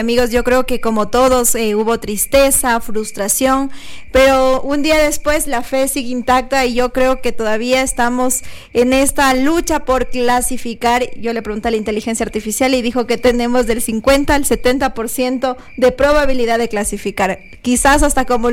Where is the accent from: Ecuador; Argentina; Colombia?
Ecuador; somos también ecuatorianos